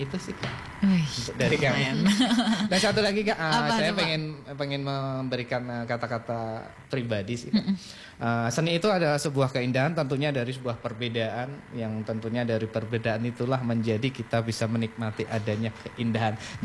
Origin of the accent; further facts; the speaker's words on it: Yogyakarta, Special Region of Yogyakarta, Indonesia; now in Pemali, Indonesia; saya sendiri ya asli dari Pulau Jawa sana, tepatnya ada di lingkungan Jogja sana